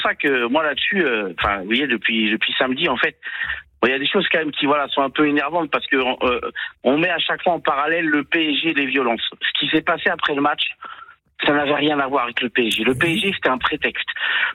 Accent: Paris, Île-de-France, France; born there; now in Toulouse, France; Alors, je suis expatrié de Toulouse, mais je suis parisien de naissance, bien sûr.

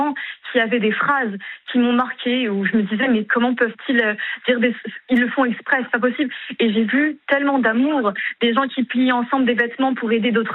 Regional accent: France; now in Paris, France; Je suis française, être juive dans le privé.

